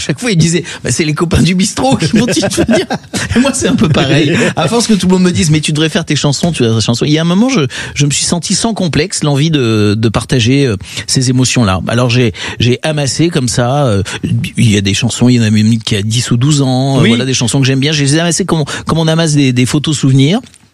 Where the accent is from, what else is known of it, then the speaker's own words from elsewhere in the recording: Grand Est, France; Voilà, on est dans le sud-ouest, tu vois. Moi, je suis de l'Aligo, de la Lorraine.